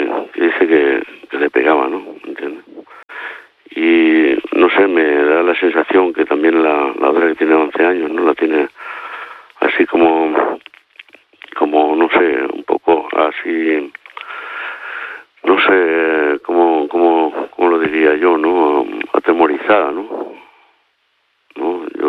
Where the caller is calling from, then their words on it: Lloret de Mar, Catalonia, Spain; Yo soy de Lloret de Mar